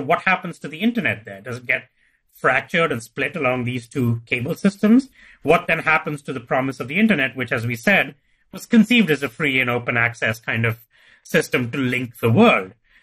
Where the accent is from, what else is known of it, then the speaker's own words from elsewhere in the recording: India; So I'm from India, for example